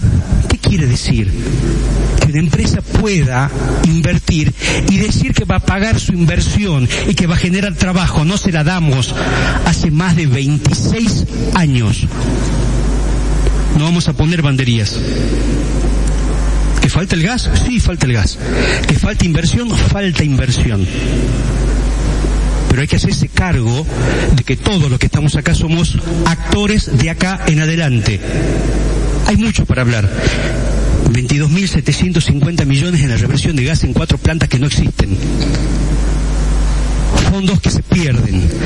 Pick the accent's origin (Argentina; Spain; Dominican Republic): Argentina; Salta; now in Orán, Argentina; ser oranense por elección y ser nativo de San Martín